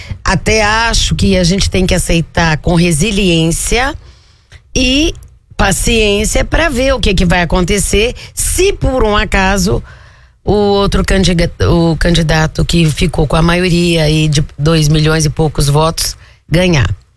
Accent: Brazil; Mas a gente, como brasileira

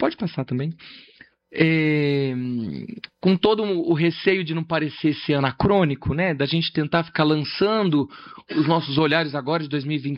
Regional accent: São Paulo, Brazil; eu sou da região leste, eu sou de São Miguel, cresci ali até os meus 24 anos, hoje vivo na região de Santa Ifigênia.

